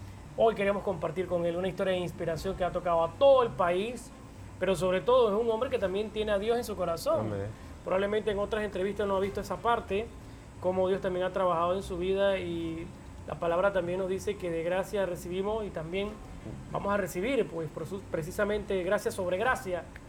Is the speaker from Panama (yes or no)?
yes; Panama; Lo que vemos como panameño